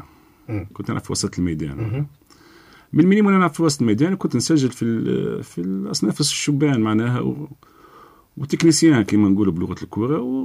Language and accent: Arabic; Gafsa, Gafsa Governorate, Tunisia; كانت مدرسة حي النور زاد في قفصة